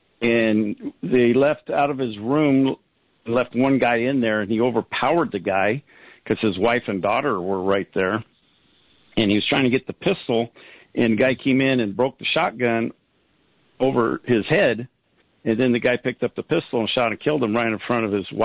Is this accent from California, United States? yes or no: yes; Salinas, California, United States; I'm born and raised in Salinas, and I've seen it change through